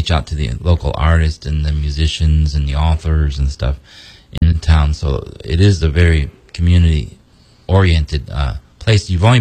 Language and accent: English; Chicago, Illinois, United States; But there is a big difference because I'm from Chicago.